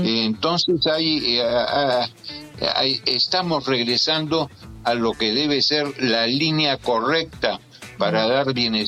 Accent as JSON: {"language": "Spanish", "country": "Peru"}